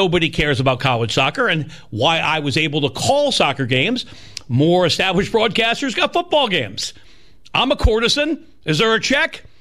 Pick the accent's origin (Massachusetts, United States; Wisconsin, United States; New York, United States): New York, United States; my mom and I watched the telethon every year on growing up in the New York Tri-State area on Channel 9